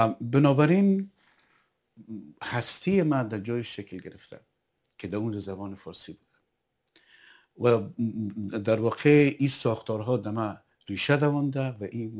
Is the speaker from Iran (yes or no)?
no; Behsud, Maidan Wardak, Afghanistan; born there; now in ?; ما فرض کنیم در منطقه سرخ‌آباد ولایت بهسود به دنیا آمدیم